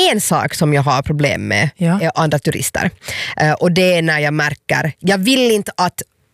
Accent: Finland; jag är finsk turist.

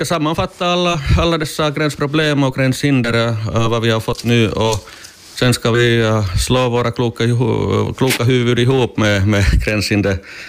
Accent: Finland; born there; moved away; also born or lived in Sweden / Norway; när jag flyttade min adress till min infödelseland.

